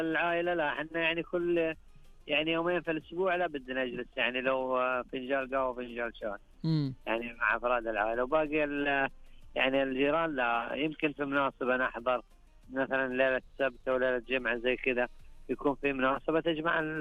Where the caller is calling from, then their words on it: Badr, Medina Province, Saudi Arabia; من محافظة بدر غرب المدينة.